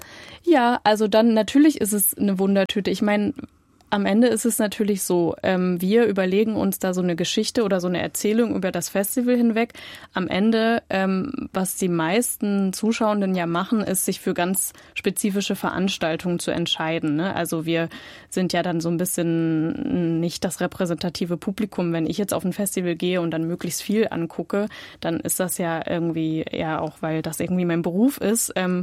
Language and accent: German; Halle, Saxony-Anhalt, Germany; eine Erinnerung an meine Jugend in Halle.